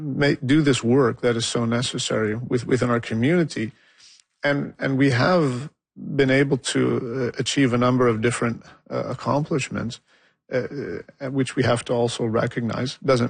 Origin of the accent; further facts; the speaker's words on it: London, United Kingdom; What steps am I taking as a Londoner, as a member of this community